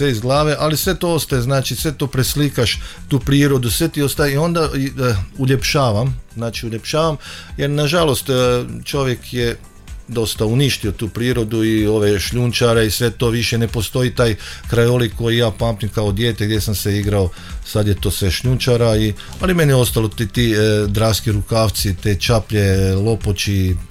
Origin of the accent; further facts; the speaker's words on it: Gabajeva Greda, Koprivnica-Križevci County, Croatia; rođen sam u Gabajevoj Gredi 68. godine, općina Hlebine, i kako se kaže, gdje sam rođen, evo tu i živim, u Podravini.